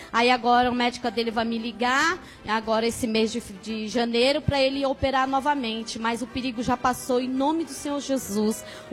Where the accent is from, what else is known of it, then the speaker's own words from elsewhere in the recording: Diadema, São Paulo, Brazil; que eu sou de Diadema Eldorado.